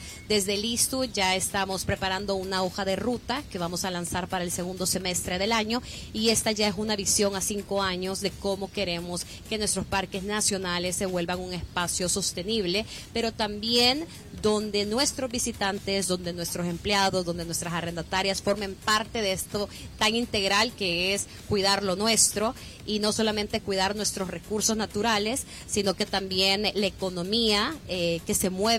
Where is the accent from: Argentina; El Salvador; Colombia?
El Salvador; nosotros como salvadoreños